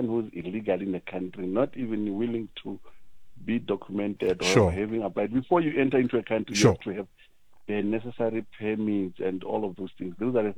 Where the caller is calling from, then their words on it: South Africa; when it comes to me as a South African